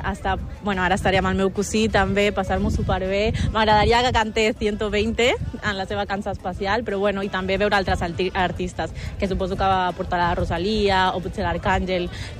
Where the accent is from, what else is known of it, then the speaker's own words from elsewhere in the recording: Barcelona, Catalonia, Spain; also born or lived in Colombia; Bueno, jo soc de Colòmbia, però he viscut tota la meva vida a Barcelona